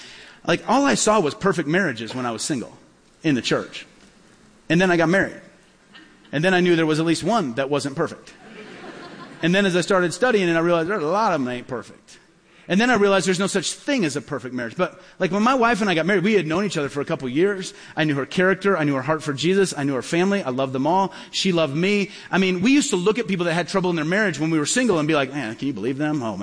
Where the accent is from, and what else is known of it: Peoria, Illinois, United States; born or raised there